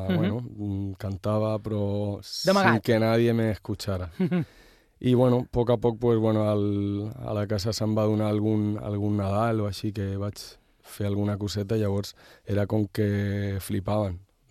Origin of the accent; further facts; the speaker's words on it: Vilanova del Camí, Catalonia, Spain; Soc d'un poble de Barcelona que és Vilanova del Camí, que no sé si algú sap on és, al costat de Montserrat. I la meva família és extremenya, Jaén, Múrcia...